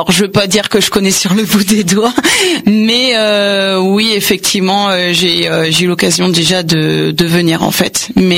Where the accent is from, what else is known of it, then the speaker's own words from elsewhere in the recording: Angers, Pays de la Loire, France; born there; also born or lived in Montreal, Canada; Oui, je suis né à Angers